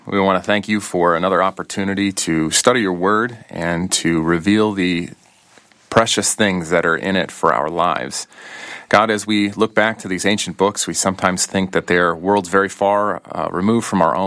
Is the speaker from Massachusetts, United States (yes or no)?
no; Portland, Oregon, United States; worked for a pastor for about 4 years, a couple different states around the U.S., and I'm originally from Portland, Oregon.